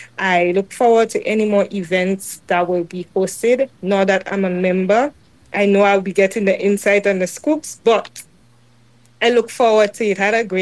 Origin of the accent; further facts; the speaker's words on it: Marigot, Saint Andrew, Dominica; because I am from Marigot